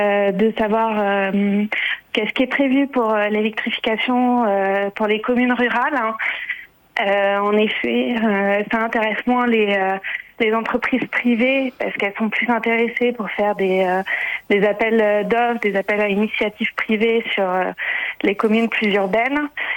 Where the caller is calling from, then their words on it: Mayenne, Pays de la Loire, France; J'habite en Mayenne.